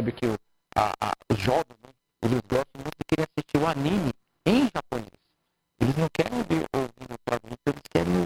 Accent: São Paulo, Brazil; Nós somos brasileiros, né? Nós temos muito orgulho das nossas origens japonesas, mas nós temos, né, essa raiz nossa de ser brasileiro, de ter orgulho, né, de ser paulista

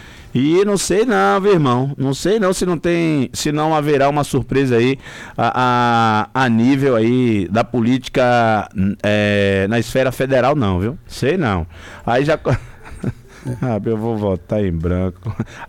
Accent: Brazil; Na minha visão, como um bom brasileiro

